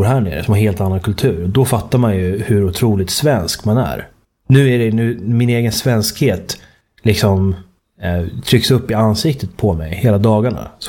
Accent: Sweden; moved away; Jag känner ju själv, som jag berättat om tidigare, att sen jag och Sofia flyttade från Sverige

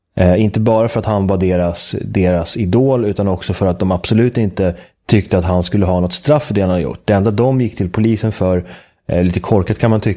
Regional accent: Sweden; mitt hemland

